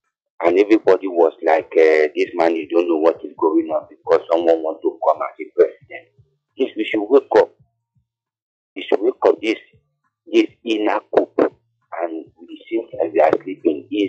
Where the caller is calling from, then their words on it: Ojo, Lagos, Nigeria; I'm calling from Ojo.